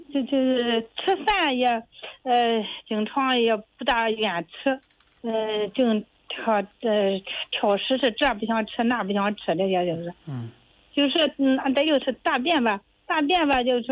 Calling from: Jinan, Shandong, China; 我是济南的。

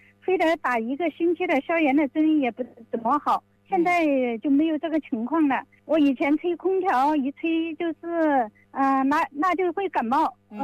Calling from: Zhejiang, China; 我是浙江江口的。

